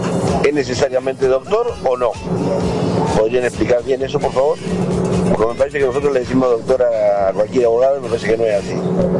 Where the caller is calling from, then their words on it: Coronel Pringles, Buenos Aires Province, Argentina; de Coronel Pringles.